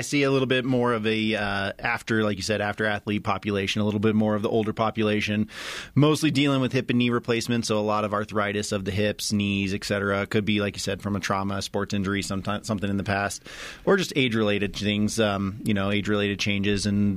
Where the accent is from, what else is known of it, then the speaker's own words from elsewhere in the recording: Boulder, Colorado, United States; also born or lived in Chicago / Massachusetts; I am a Colorado native, grew up in Boulder. I went to college in Denver at Regis University, played baseball there, and then did my college and med school here in Colorado.